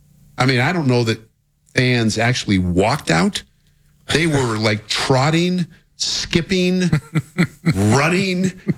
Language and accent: English; Denver, Colorado, United States; the Broncos, my hometown team